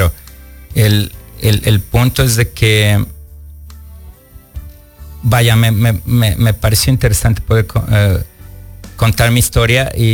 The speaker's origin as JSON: {"language": "Spanish", "country": "Mexico", "tie": "born or raised there", "moved": "yes", "lives_now": "Miami, United States", "said": "yo me crié en México"}